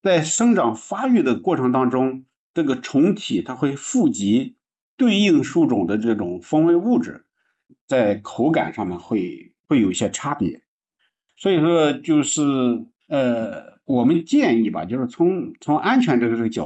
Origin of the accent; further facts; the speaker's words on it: Shandong, China; 我们山东人吃的是最多。